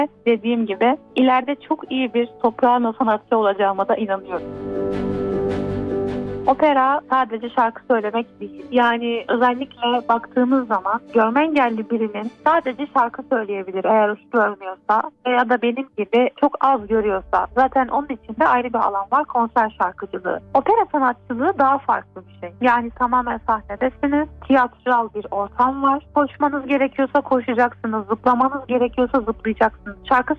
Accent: İskenderun, Hatay, Turkey; born there; 17 Şubat 2005 yılında dünyaya geldim. İskenderun doğumluyum.

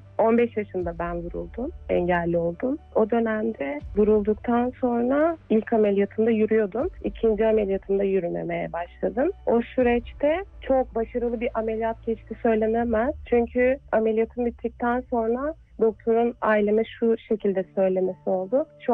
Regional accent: İzmir, Turkey; born there; İzmir doğumluyum.

